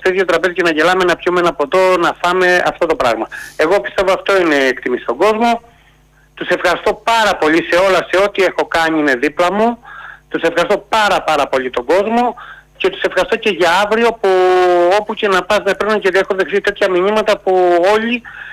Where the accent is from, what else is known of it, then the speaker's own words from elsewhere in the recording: Patras, Western Greece, Greece; Αγαπάω την πόλη μου. Είμαι γέννημα Θερμαπατρινός.